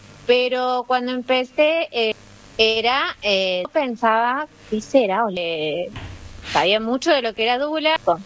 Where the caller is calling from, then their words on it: Córdoba, Argentina; vivo en Córdoba